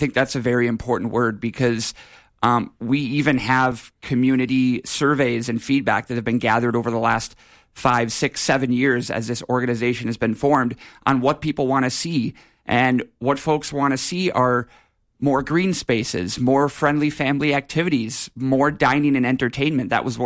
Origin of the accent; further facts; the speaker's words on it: Minneapolis, Minnesota, United States; moved away as an adult; now in Grand Rapids, Minnesota, United States; I love the place I live. I love Grand Rapids. I did not grow up here. I grew up in the Twin Cities